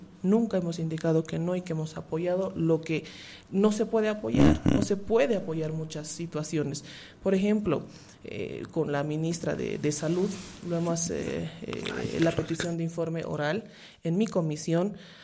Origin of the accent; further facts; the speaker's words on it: Potosí, Bolivia; pero también somos varios representantes potosinos, ¿no?